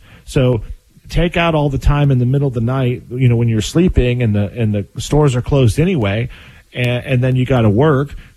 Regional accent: Michigan, United States; my hometown's in Michigan, and years ago, my hometown actually got hit with, they call them a straight line windstorm.

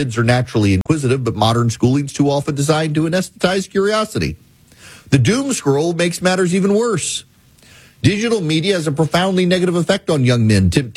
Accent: Nebraska, United States; born or raised there

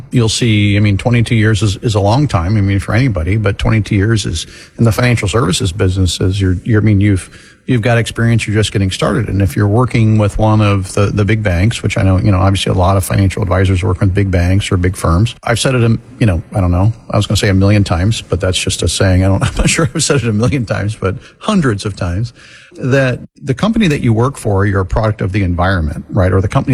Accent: Florida, United States; I grew up in Florida.

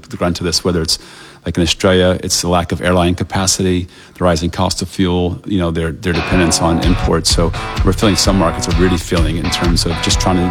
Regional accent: United States; And as an American, and as we have a passion for sports, certainly a passion for soccer, football.

